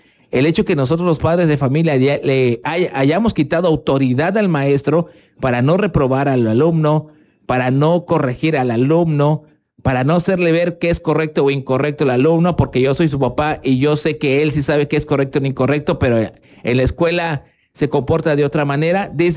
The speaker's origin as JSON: {"language": "Spanish", "country": "Mexico"}